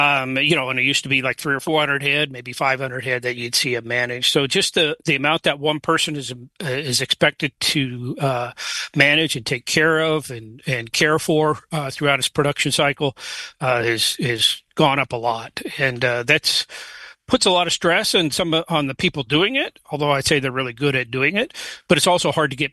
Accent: Nebraska, United States; So I grew up in Western Nebraska on a cattle and wheat farm.

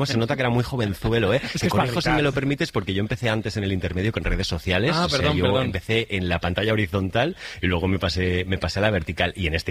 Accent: Catalonia, Spain; Porque yo soy catalán, entonces los catalanes que nacimos a finales de los 90 nos metieron con calzador lo de que Antoni Gaudí era referente internacional, y lo es.

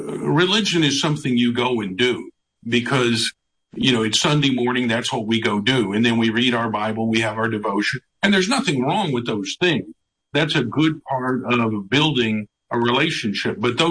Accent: Tulsa, Oklahoma, United States; born or raised there

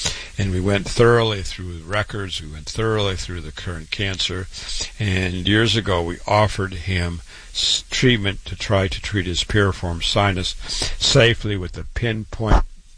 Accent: Waterloo, Iowa, United States; born and raised in Waterloo, Iowa, went to public school, university, MD at 25

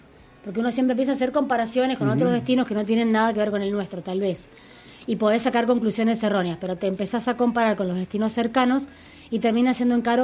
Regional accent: Alvear, Argentina; moved away; soy de Alvear y soy orgullosa de Alvear.

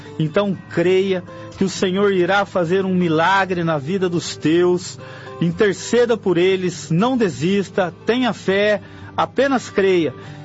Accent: Campinas, São Paulo, Brazil; sou de Campinas, interior de São Paulo.

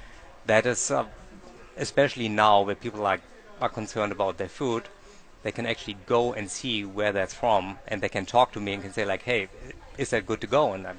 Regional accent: Austria; moved away; So I'm originally from Austria, and when I moved here, we were living right next to White Lotus Farms

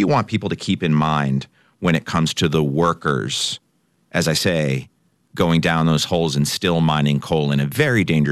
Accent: Pennsylvania, United States; I'm from Pennsylvania. We know the history of Western Pennsylvania, not necessarily where I'm from

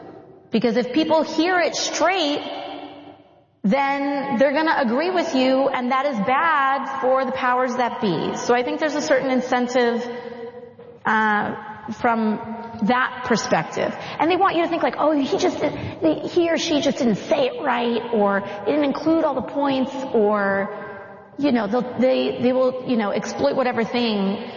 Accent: The Bronx, New York, United States; And of course, I'm a woman. And of course, I'm Latina. And I'm from the Bronx.

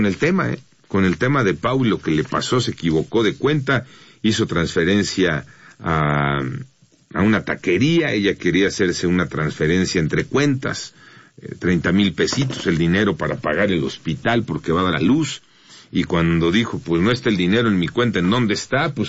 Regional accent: Naucalpan, State of Mexico, Mexico; de Naucalpan, ahí en mi tierra.

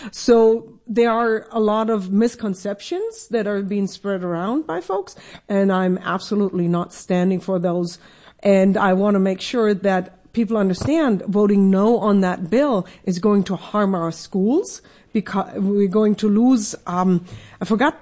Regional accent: Germany; now in Washington State, United States; I come from Germany

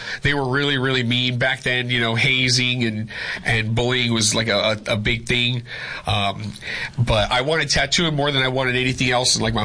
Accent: Mesa, Arizona, United States; We moved to the Valley. So I grew up in Mesa, but we would move back here and there too.

